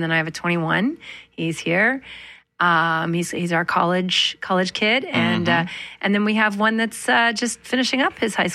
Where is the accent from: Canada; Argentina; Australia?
Canada; Manitoba; Growing up in Manitoba, I always tell this story